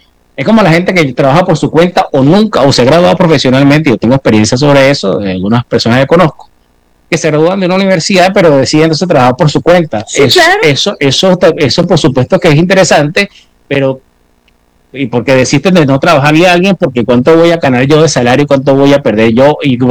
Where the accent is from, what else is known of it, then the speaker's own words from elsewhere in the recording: Venezuela; moved away; yo soy venezolano, yo migré, pero mis hijos nacieron en este país, o sea, ¿cómo me voy?